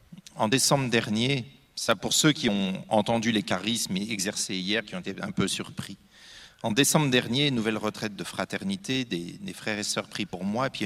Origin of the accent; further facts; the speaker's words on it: Normandy, France; je suis normand, hein. Un pommier, je le connais.